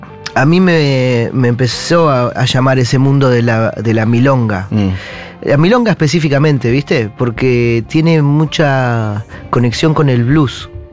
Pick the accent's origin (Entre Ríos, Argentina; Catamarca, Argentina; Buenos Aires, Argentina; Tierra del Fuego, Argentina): Buenos Aires, Argentina; born there; yo vivía en Palermo Viejo, uh-huh, que es un barrio de antepasado que quedó enterrado bajo Palermo Hollywood.